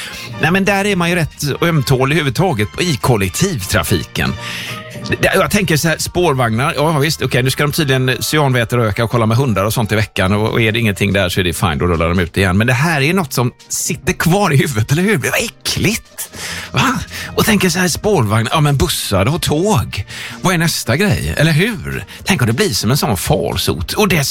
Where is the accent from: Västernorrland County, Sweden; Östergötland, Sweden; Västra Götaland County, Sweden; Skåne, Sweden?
Västra Götaland County, Sweden; Gothenburg; Så jag som gammal göteborgare så känner jag så bara, nej!